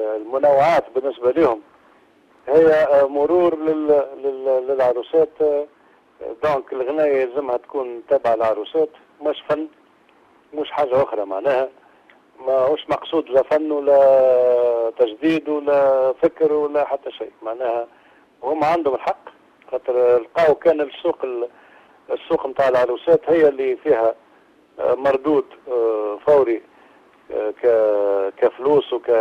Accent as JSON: {"language": "Arabic", "town": "Gafsa", "region": "Gafsa Governorate", "country": "Tunisia", "tie": "born or raised there", "said": "هذيك ذكريات نتاع طفولة قفصة، نتاع طفولتي في قفصة"}